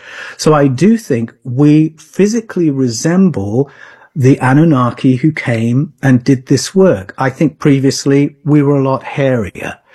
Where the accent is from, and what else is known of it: United Kingdom; born or raised there